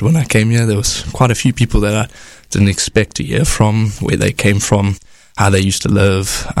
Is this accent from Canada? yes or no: no; Cape Town, Western Cape, South Africa; now in United States; I am from Cape Town, South Africa.